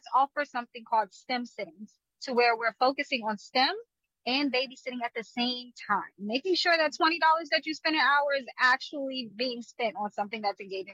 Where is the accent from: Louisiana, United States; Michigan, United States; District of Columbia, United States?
District of Columbia, United States; Washington; I am a native Washingtonian. I am from east of the river, southeast, and that is where I mostly reside. I'm definitely Ward 7 and 8.